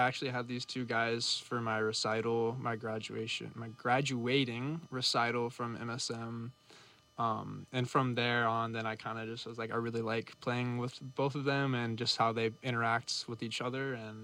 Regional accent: California, United States; now in New York, United States; we're both from California, opposite ends of the state

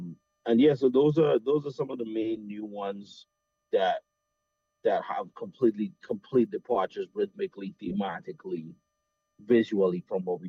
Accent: Trinidad & Tobago; moved away; growing up in Trinidad

